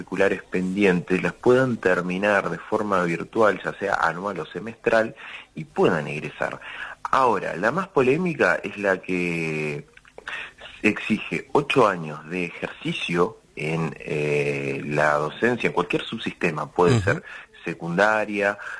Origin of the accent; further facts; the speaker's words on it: Tacuarembó, Uruguay; soy de Tacuarembó y también nos afecta a los que somos hijos adoptivos de Rivera.